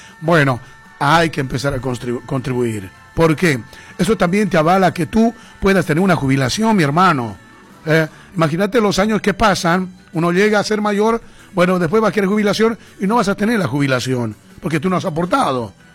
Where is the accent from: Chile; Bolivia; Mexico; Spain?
Bolivia; now in Argentina